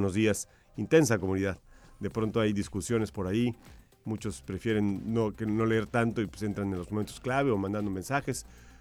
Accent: Cancún, Quintana Roo, Mexico; somos ciudadanos de Cancún

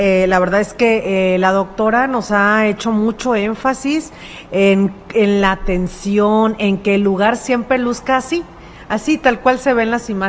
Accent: Mexico; de nosotros como mexicanos, como sociedad, es como que hay esa partecita que nos da miedo del el prever.

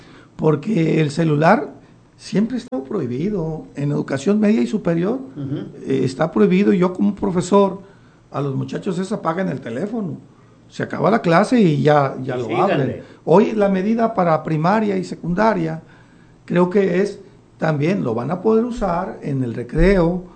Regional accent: Mexico; a todos, como mexicanos

